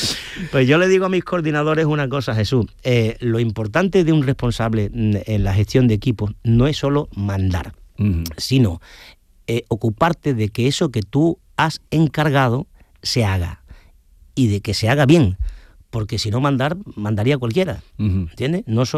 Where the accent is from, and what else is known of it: Ubrique, Andalusia, Spain